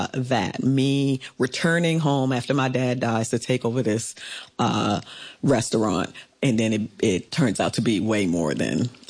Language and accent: English; St. Thomas, U.S. Virgin Islands; I'm from the Virgin Islands. I'm from St. Thomas, and I've always wanted to do a show about back home.